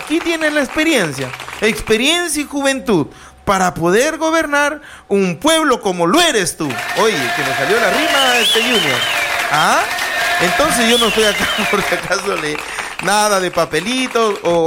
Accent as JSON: {"language": "Spanish", "town": "Túcume", "region": "Lambayeque", "country": "Peru", "tie": "born or raised there", "said": "a un hijo de este pueblo que lo vio nacer y crecer, correr ahí en chorcito por el río Chancay, tirarse al río, bañarse con los muchachos, ir a comer mangos, ir a comer chiruelas, allí en mi caserío La Pintada."}